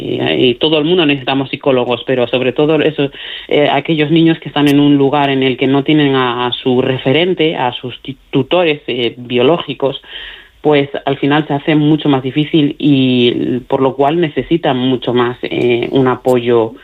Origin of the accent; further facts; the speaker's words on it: Mali; Spanish is a second language; now in Spain; ahora no me acuerdo prácticamente de mi dialecto, hablo mejor el castellano y el gallego que mi propio dialecto. Ajá. Y la suerte que tengo es que tengo una pareja maravillosa que también es de Mali